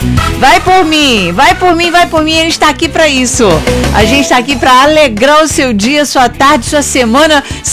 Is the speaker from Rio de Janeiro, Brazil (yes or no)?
no; Minas Gerais, Brazil; now in Cuiabá, Brazil; Eu tô aqui em Cuiabá há muitos anos, né? Mas eu sou mineira